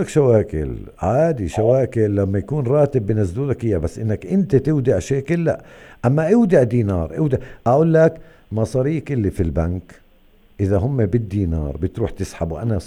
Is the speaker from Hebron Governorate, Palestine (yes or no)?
yes; Hebron, Hebron Governorate, Palestine; ما فيش ساعة بتمر بدون اعتداءات في منطقة مسافة يطا تحديدا عندنا بالخليل.